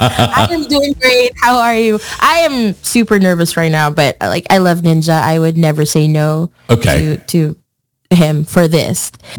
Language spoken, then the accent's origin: English; Philippines; I am from the Philippines, and it's actually very weird because nobody can like guess that like from the get-go. And I'm like, yeah, I'm streaming live from the Philippines.